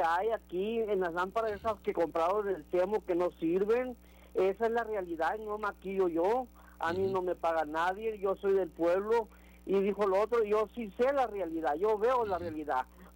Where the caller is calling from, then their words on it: Nogales, Sonora, Mexico; de Nogales. Soy habitante de Nogales.